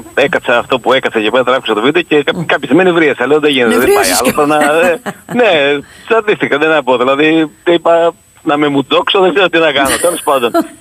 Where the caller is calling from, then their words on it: Agrinio, Western Greece, Greece; για το χωριό μου, για το αγρίνιο μου, για την πόλη μου, για τη χώρα μου